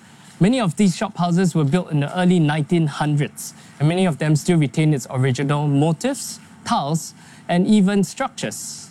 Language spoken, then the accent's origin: English; Singapore; Growing up in Geylang, I got to know the migrant worker community from a young age.